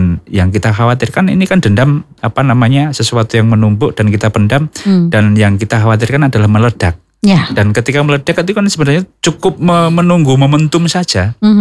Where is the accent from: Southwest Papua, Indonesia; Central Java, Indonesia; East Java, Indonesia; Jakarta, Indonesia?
Central Java, Indonesia; Rembang; tapi saya orang Rembang, Mbak.